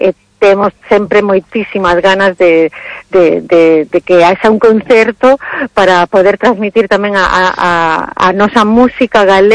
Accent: Brussels, Brussels-Capital Region, Belgium; cando decimos somos de Bruselas e nacimos en Bruselas

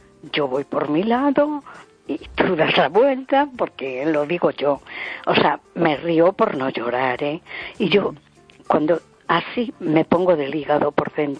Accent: A Coruña, Galicia, Spain

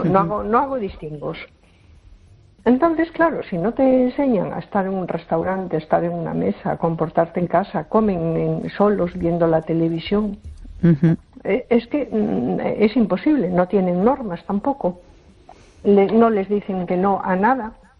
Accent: A Coruña, Galicia, Spain

